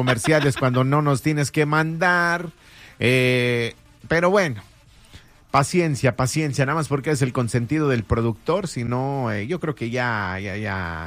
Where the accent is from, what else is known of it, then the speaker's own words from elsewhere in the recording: Las Vegas, Nevada, United States; somos de Las Vegas.